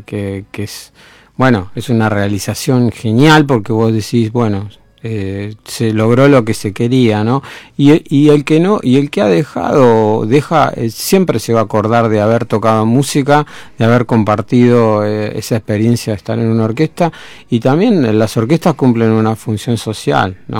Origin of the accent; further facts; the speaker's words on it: Tigre, Buenos Aires Province, Argentina; Yo nací en Tigre, vivo en Tigre